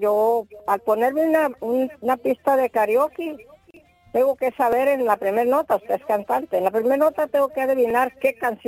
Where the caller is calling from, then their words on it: Sinaloa, Mexico; yo soy cantante retirada, soy sinaloense.